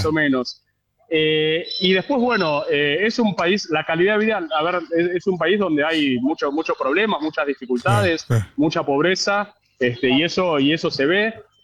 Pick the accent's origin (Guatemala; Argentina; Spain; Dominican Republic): Argentina; decís, no, no, no, yo soy del país, nací, soy de Argentina, claro, ahí no lo, cambian la cara, no, no lo pueden creer.